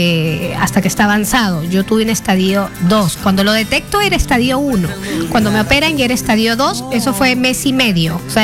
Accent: Mexico; moved away as an adult; Yo me fui de México habiéndome separado. No, me separé y a los 6 meses, estuve casada a los 6 meses, me mudé del país.

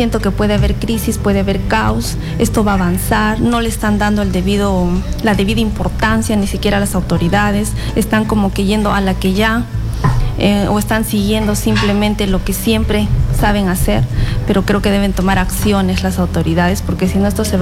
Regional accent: Peru; todos somos peruanos.

